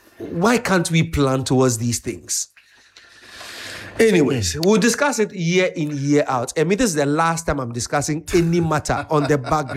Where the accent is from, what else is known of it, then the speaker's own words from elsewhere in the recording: Ghana; Me, I don't know my village. I'm from Keji. Swallowed up by the sea.